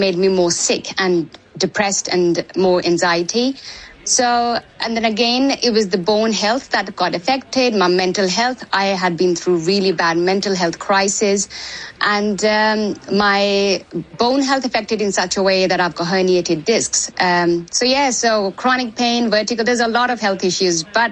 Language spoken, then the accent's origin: English; India; English is a second language; So I was born and raised in India, and I'm 45.